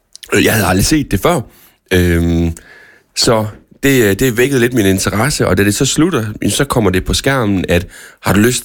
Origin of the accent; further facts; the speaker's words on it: Randers, Central Denmark Region, Denmark; Jeg er Randers-dreng.